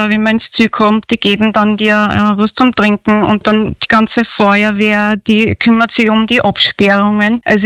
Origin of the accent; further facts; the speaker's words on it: Hetzmannsdorf, Lower Austria, Austria; Erstens einmal bin ich selber aus Hetzmannsdorf